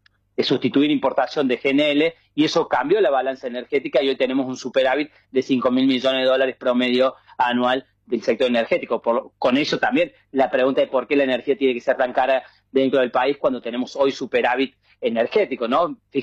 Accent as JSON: {"language": "Spanish", "town": "Río Cuarto", "region": "Córdoba", "country": "Argentina", "said": "yo también soy de Río Cuarto"}